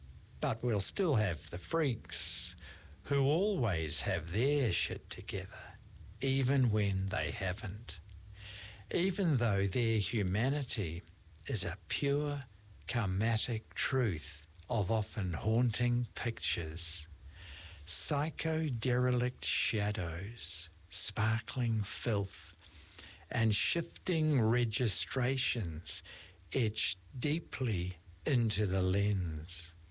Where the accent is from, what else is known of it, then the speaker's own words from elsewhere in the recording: New Zealand; now in Texas, United States; being that I'm a Kiwi, all the way from Texas.